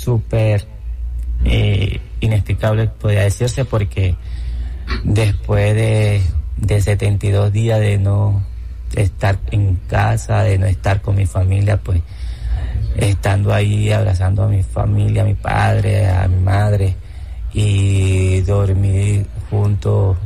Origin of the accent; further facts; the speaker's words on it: Uribia, La Guajira, Colombia